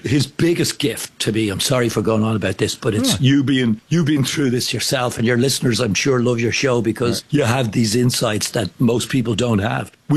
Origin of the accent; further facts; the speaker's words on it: Ireland; moved away; I grew up in Ireland.